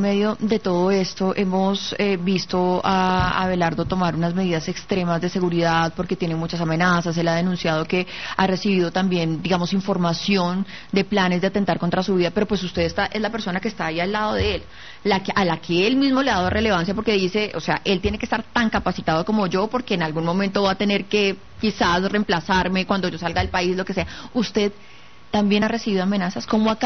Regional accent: Antioquia, Colombia; viene de vivir en Medellín, que es una ciudad tranquila, fresca, chera. Luego, porque además yo soy paisa.

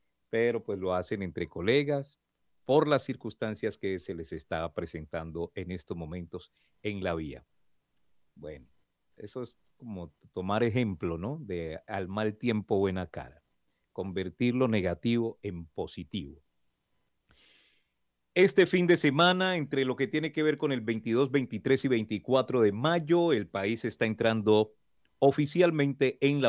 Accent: Colombia

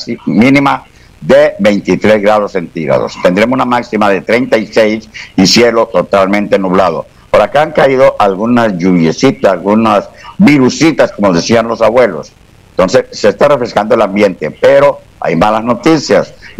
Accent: San Juan del Cesar, La Guajira, Colombia; now in El Molino, Colombia; mi pueblo San Juan

